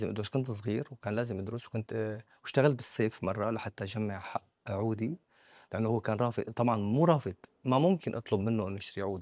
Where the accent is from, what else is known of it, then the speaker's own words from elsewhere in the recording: Damascus, Damascus Governorate, Syria; نحن عائل دمشقي بالشام